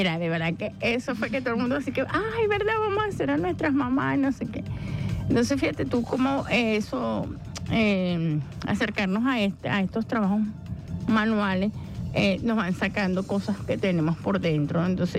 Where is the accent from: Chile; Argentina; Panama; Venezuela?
Venezuela; nos interesa seguir manteniendo nuestra identidad como venezolanos y venezolanas